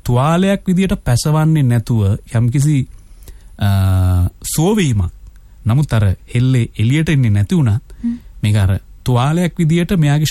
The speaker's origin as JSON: {"language": "Sinhala", "town": "Kandy", "region": "Central Province", "country": "Sri Lanka", "moved": "yes", "lives_now": "Colombo, Sri Lanka", "said": "කොළඹ හිටියට අපි නුවර"}